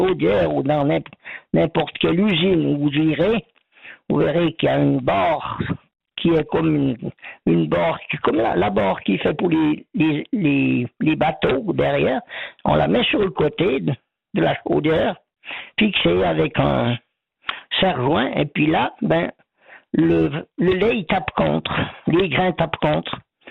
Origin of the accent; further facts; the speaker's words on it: Vaud, Switzerland; accent: accent du pays d'en haut, des Ormonts; tandis que moi, j'ai l'accent du pays d'en haut, des Ormonds.